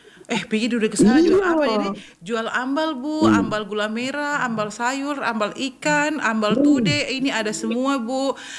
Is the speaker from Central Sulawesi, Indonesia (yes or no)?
yes; Toli-Toli, Central Sulawesi, Indonesia